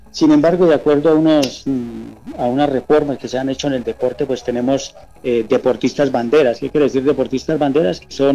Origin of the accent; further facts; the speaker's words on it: Siachoque, Boyacá, Colombia; moved away; Yo soy de Siachoque, llevo 29 años en el ejército, prácticamente desde el 97 me vine, pero de vez en cuando yo voy para a mi pueblito a visitarlos